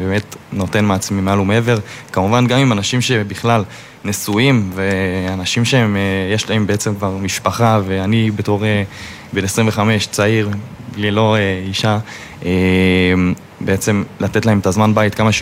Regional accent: Modiin, Central District, Israel; בן 25, אני ממודיעין.

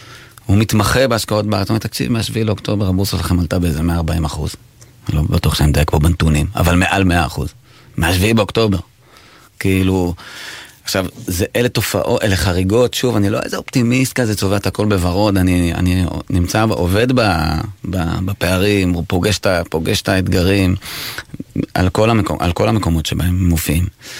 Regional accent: Tel Aviv, Tel Aviv District, Israel; also born or lived in Samaria / Hebron Hills; אני גדלתי ברמת אביב. נולדתי ברמת אביב, אבא שלי היה איש צבא, אדם לא דתי דרך אגב. משם עברנו לשומרון

